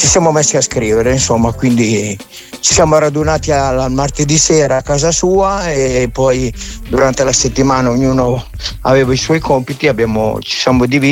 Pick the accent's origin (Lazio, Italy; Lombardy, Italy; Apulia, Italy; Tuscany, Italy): Lombardy, Italy; Gallarate; io sono di Gallarate